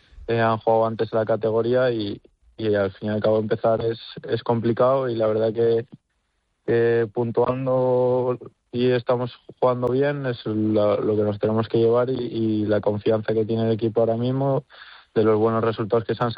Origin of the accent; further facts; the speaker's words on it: Soria, Castile and León, Spain; soy de Soria y nací en Soria, jugué toda la vida en el Numancia.